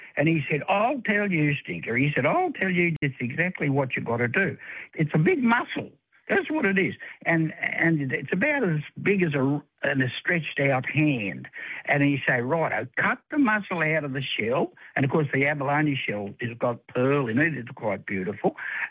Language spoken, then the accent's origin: English; Tweed Heads, New South Wales, Australia; now in Fingal Bay, Australia; I come from Tweed Heads, which is too warm.